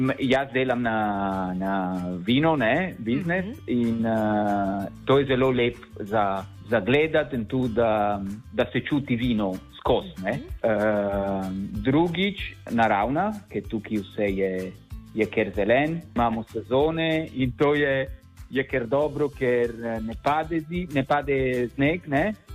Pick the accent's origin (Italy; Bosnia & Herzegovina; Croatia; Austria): Italy; Slovenian is a second language; moved away as an adult; also born or lived in Florence; now in Primorska, Slovenia; ker sem Italijan, Italija ni daleč